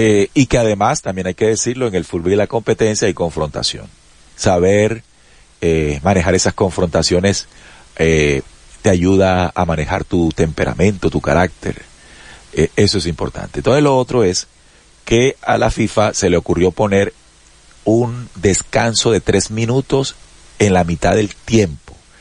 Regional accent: Colombia

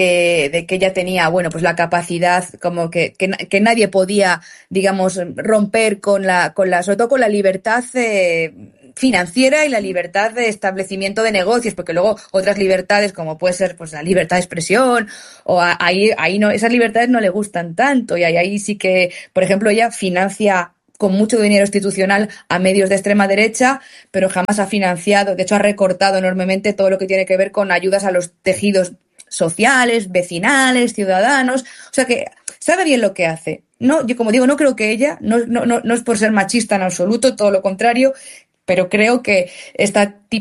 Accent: Madrid, Community of Madrid, Spain; yo como madrileña que sufro vivir aquí

